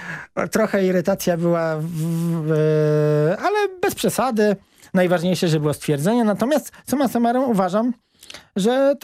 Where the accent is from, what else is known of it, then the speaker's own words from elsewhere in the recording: Masovian Voivodeship, Poland; moved away; ja się wychowałem wcześniej w Kampinoskim Parku Narodowym, który jest terenem mocno, przynajmniej pierwotnie zabagnionym